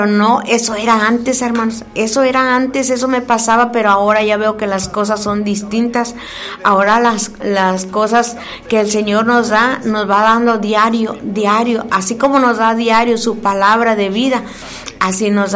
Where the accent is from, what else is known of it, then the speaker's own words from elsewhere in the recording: Ciudad Valles, San Luis Potosí, Mexico; moved away; Pero yo soy de aquí, hermanos, no crean que yo no soy de fuera. Yo soy de aquí, de Ciudad Valles, 100%, pero me salí.